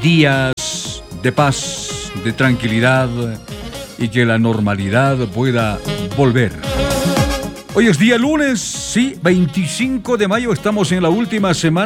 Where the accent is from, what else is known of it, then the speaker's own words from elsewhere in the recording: Bolivia; Como estamos en Bolivia, somos bolivianos y bolivianas